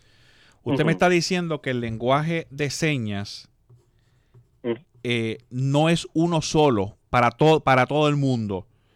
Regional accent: Puerto Rico

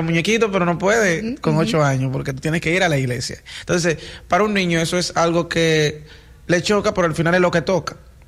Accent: Dominican Republic; born there; exacto, en República Dominicana.

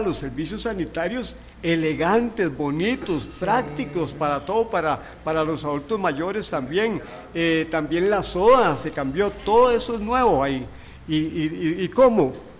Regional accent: Santo Domingo, Heredia, Costa Rica; now in San Francisco de Heredia, Costa Rica; Yo soy oriundo de Santo Domingo, Heredia, y ahora vivimos en San Francisco de Heredia.

